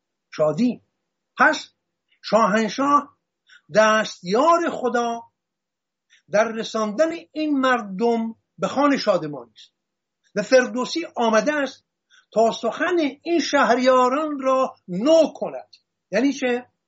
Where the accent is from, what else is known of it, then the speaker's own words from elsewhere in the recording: Hamadan, Iran; born there; در سنگ نبشتهی که در گنجنامه همدان زادگاه ما، زادگاه من برای ما به یادگار گذاشت